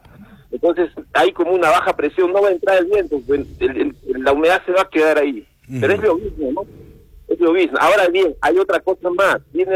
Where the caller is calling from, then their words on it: Pachacútec, Arequipa, Peru; de Pachacute.